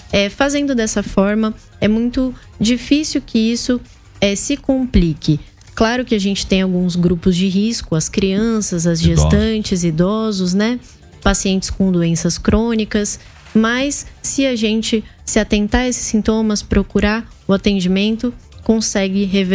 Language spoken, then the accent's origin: Portuguese; Santos, São Paulo, Brazil; now in Piraju, Brazil; Não sou de Piraju, sou de Santos, mas agora pirajuense aí de coração.